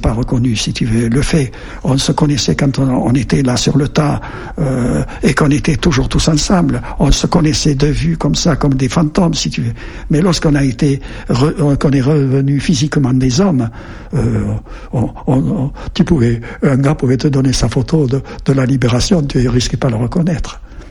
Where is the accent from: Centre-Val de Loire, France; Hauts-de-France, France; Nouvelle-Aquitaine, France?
Nouvelle-Aquitaine, France; Périgueux